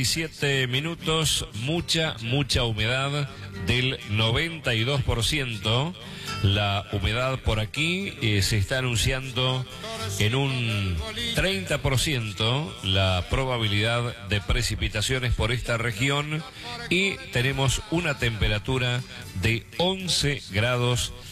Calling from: Río Tercero, Córdoba, Argentina; Ya escuchándolo … de Río Tercero.

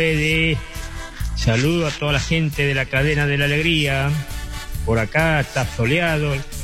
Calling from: Puerto Madryn, Chubut, Argentina; de Puerto Madryn.

